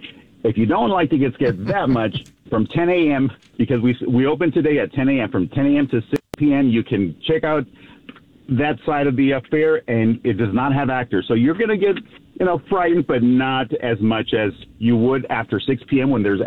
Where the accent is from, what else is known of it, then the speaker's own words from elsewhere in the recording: Los Angeles, California, United States; I grew up in Los Angeles